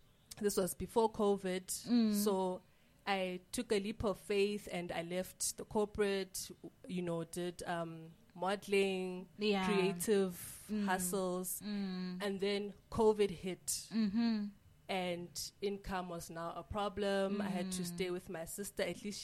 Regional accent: North West, South Africa; now in Johannesburg, South Africa; I am a South African citizen. I was raised in the Northwest, but my parents originate from Zambia.

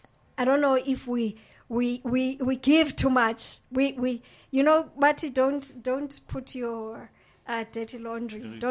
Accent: South Africa

